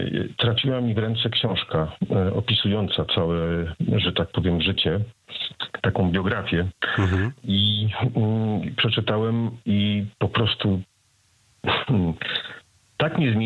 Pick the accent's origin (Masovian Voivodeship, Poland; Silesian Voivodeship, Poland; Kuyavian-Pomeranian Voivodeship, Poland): Masovian Voivodeship, Poland; Józefów; w Józefowie, skąd jestem, koło Otwocka.